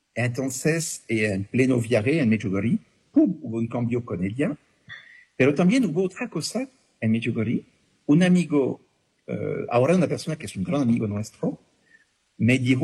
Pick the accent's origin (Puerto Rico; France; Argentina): France; Nouvelle-Aquitaine; Spanish is a second language; también sentimos que íbamos a salir de Bergerac, venimos de cerca de Burdeos, en Francia, y vamos a irnos.